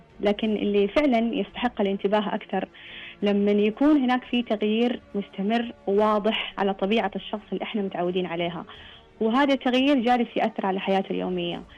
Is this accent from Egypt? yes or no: no; Saudi Arabia; لما نتكلم عندنا بالسعودية نتكلم عن أرقام وتقديرات يعني توصل حوالي 130 ألف مصاب بالزهايمر